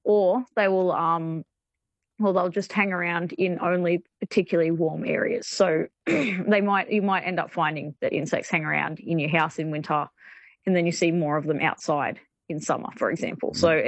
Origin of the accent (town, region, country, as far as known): Sydney, New South Wales, Australia